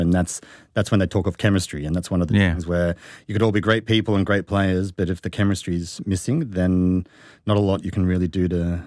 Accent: Sydney, New South Wales, Australia; I'm from Sydney

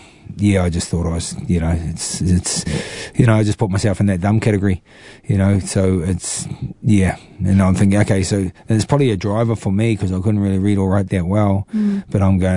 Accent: Tiniroto, Gisborne, New Zealand; growing up in Tiniroto, which is a village, a pub and a school. Our closest neighbour would have been sort of 3-4 kilometres away, so no streetlights, no nothing.

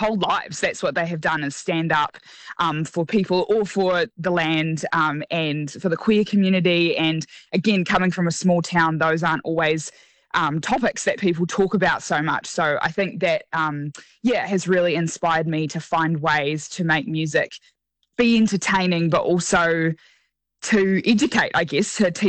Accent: Gore, Southland, New Zealand; moved away; I grew up here in Gore. This is my hometown and mum and dad still live here.

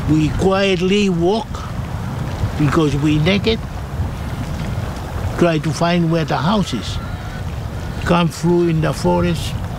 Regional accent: Tonga; English is a second language; When we've been growing up in Tonga, and our parents teach us in so many things

